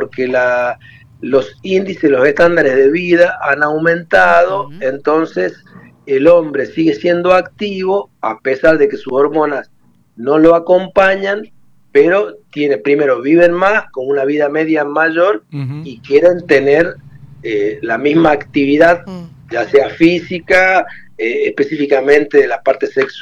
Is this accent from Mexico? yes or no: no; Córdoba, Argentina; now in Paraná, Argentina; Yo nací, me crié en el barrio de Alberdi.